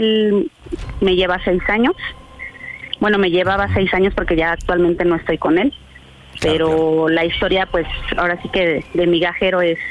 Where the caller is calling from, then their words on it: Iztacalco, Mexico City, Mexico; Tengo 31 y soy de Iztacalco